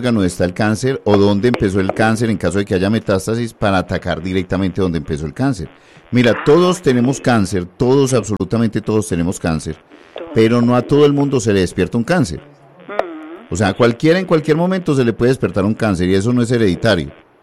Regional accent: Antioquia, Colombia; yo vengo hace 30 años hablando de salud acá en Antioquia, porque es mi tierra y pues yo velo por la salud de mi gente en el departamento de Antioquia.

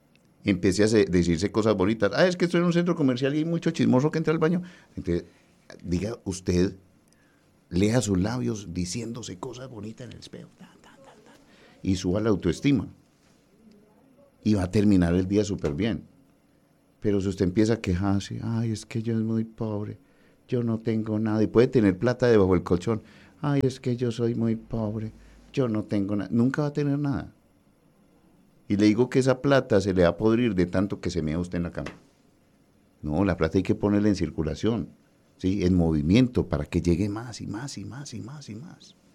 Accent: Antioquia, Colombia; los antioqueños tenemos un corazón tan noble que nos gusta ayudar, nos gusta servir

